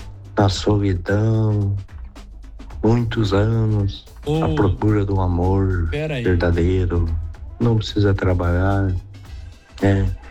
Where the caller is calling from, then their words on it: Ponta Grossa, Paraná, Brazil; Ah, eu sou de Ponta Grossa